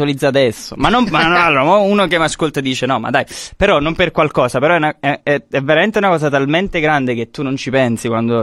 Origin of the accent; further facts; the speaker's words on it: Siano, Campania, Italy; sicuramente un momento che ricordo con tanto affetto è quando sono tornato a Siano, che è il mio paese.